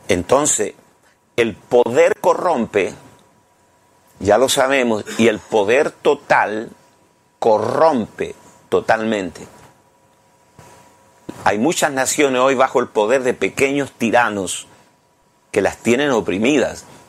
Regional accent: Chile; soy de Chile.

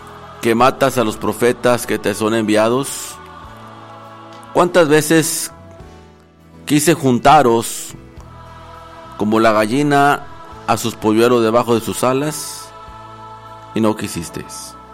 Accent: Mexico; nuestro lindo país México, que es vecino a los Estados Unidos

